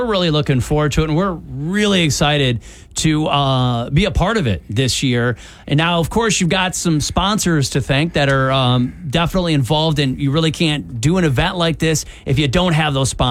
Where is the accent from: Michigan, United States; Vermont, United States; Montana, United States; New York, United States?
Michigan, United States; Imlay City; going to be in my hometown, Imlay City, tomorrow. You know, I went to Imlay City High School, graduated there in 92